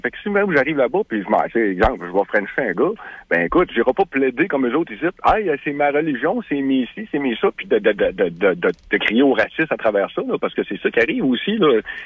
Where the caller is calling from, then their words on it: Quebec, Canada; Je suis au Québec ici